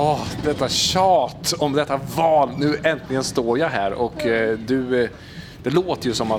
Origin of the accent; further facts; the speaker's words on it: Munkfors, Värmland, Sweden; Jag kommer från Munkfors i Värmland